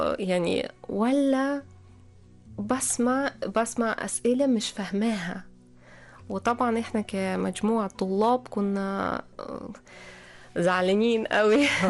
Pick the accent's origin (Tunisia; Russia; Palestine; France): Russia; Arabic is a second language; عندنا في روسيا